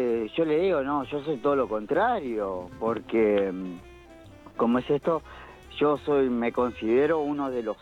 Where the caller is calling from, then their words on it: Avellaneda, Buenos Aires Province, Argentina; Sí, te hablo … de Avellaneda.